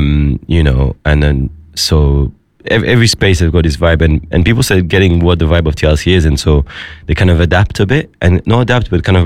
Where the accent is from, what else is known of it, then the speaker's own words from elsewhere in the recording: Paris, Île-de-France, France; moved away; another thing is like I'm from Paris, right, and I left Paris because I was kind of a bit bored with how cliquey things were.